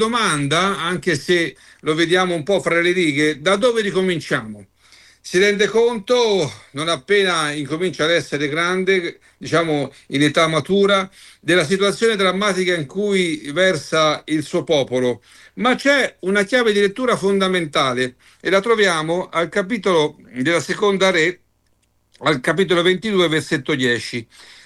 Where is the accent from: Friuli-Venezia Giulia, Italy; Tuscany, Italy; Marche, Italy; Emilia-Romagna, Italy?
Tuscany, Italy; Florence; Io sono di Firenze